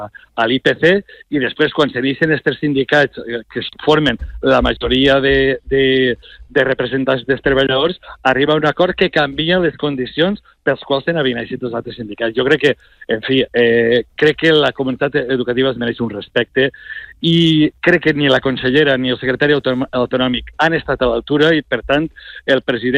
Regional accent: Valencian Community, Spain; jo soc valencià

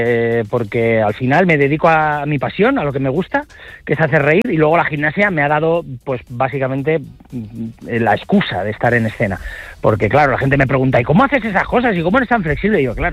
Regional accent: Alicante, Valencian Community, Spain; ya que yo soy valenciano, soy de Alicante, soy de la mayor terreta del mundo.

